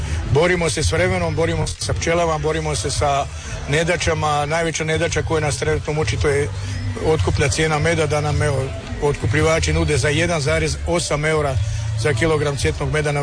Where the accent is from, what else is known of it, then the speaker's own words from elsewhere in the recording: Osijek, Osijek-Baranja County, Croatia; ovdje kod nas u Slavoniji